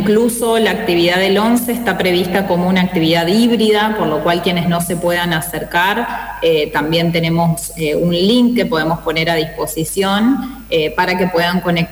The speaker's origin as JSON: {"language": "Spanish", "town": "Rafaela", "region": "Santa Fe", "country": "Argentina", "said": "Sí, yo soy de Rafaela, estudié en Rafaela, ahora estoy haciendo un doctorado en la UNR, pero sí, con el corazón aquí en la ciudad."}